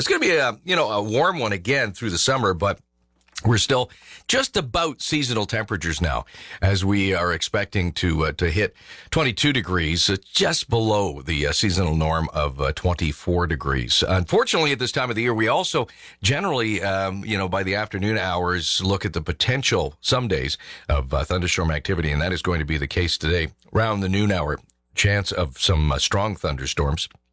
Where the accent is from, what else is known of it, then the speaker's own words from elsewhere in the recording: Canada; maybe it's being Canadian.